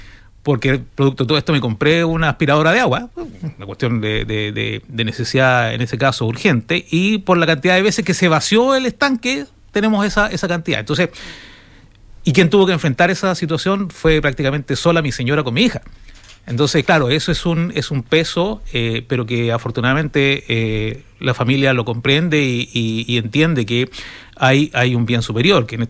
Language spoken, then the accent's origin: Spanish; Iquique, Tarapacá, Chile; Yo soy iquiqueño, ya voy a cumplir 60 años